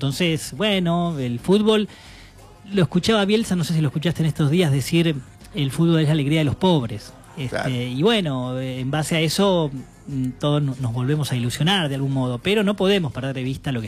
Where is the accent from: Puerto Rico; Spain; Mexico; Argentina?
Argentina; Doblas, La Pampa; also born or lived in Buenos Aires; now in Santa Rosa, Argentina; soy de Doblas, soy de Doblas, claramente, pero no pensé que iba a forjarme acá.